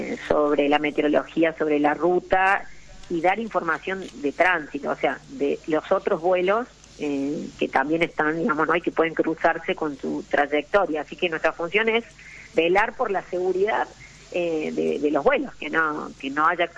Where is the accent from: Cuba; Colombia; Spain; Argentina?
Argentina; Me pesa porque yo soy muy argentina. Amo mi país, amo mi nación.